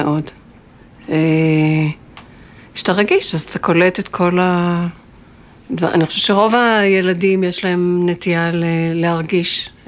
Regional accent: Jerusalem, Jerusalem District, Israel; אני מירושלים, 1955, ינואר. אמא שלי באה מקנדה

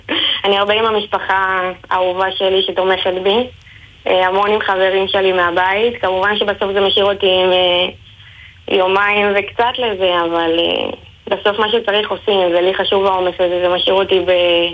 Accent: Ashdod, Southern District, Israel; אני מאשדוד, אנחנו בסניף אשדוד עובדים

